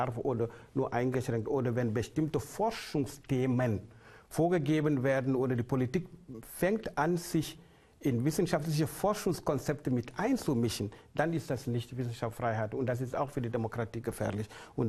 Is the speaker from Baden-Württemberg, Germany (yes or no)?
no; Halle, Saxony-Anhalt, Germany; Deshalb als Sachsen-Anhaltiner, als Hallenser sage ich einfach, es ist nicht egal.